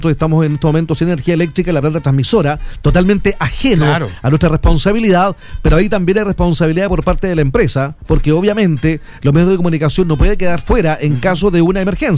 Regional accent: northern Chile, Chile; nosotros que somos del norte de Chile

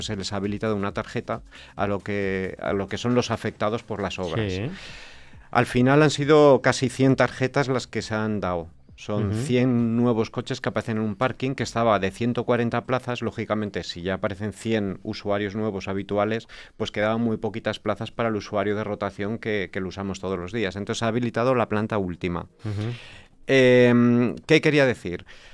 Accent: Monzón, Aragon, Spain; Yo como montisonense

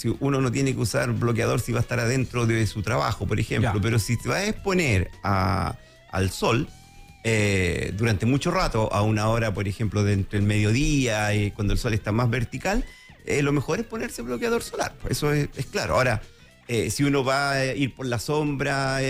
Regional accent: Chile; los locos que hicimos la vacuna somos todos chilenos.

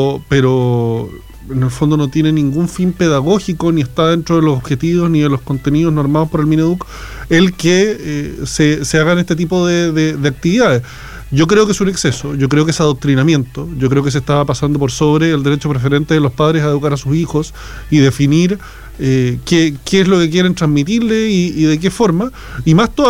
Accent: Chile; es una fecha que nos divide como chilenos, lo tenemos súper claro, sí.

